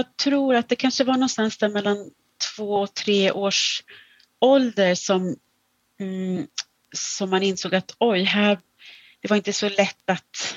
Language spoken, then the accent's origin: Swedish; Södermanland, Sweden; now in Falun, Sweden; Vi flyttade dit 2009 och är från Sörmland från början. Men har bott där rätt så länge i Dalarna nu.